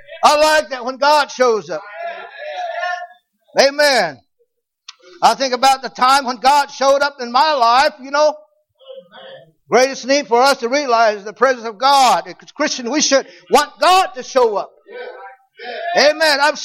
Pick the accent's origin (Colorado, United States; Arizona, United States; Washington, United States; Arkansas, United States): Arizona, United States; I tell people, I'm from Arizona. Go, oh, it's hot down there. Not where we live. Hey, this winter we had 30 below zero weather for 2 weeks. That's pretty cold in northern Arizona.